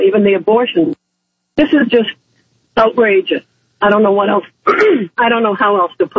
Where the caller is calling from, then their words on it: Massachusetts, United States; I'm from Massachusetts.